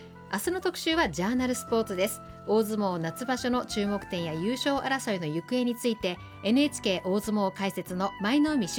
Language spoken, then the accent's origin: Japanese; Yame, Fukuoka, Japan; 私は福岡県のお茶どころ八女の出身ですので